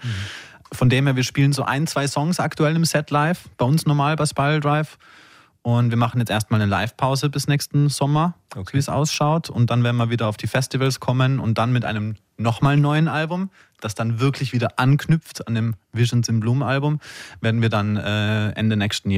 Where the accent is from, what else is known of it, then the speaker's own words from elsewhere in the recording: Tyrol, Austria; now in Vienna, Austria; also ich bin natürlich jetzt als Künstler in Wien gebased und ich war ja immer Tiroler, also ich bin Tiroler Künstler